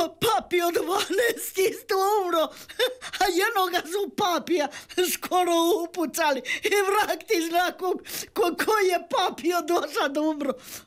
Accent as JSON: {"language": "Croatian", "town": "Dubrovnik", "region": "Dubrovnik-Neretva County", "country": "Croatia", "moved": "as an adult", "said": "Ja sam bila jedna mala provincijalka, došla sam iz Dubrovnika"}